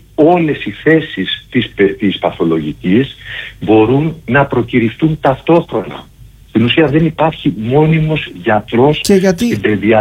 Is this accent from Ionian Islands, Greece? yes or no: yes; Zakynthos, Ionian Islands, Greece; Επειδή είμαι Ζακυνθινός και έχω μεγαλώσει εδώ πέρα